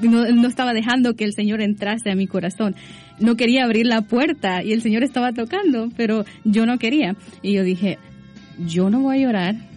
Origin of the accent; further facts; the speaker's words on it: Guatemala; moved away; yo vine a este país, yo soy de Guatemala.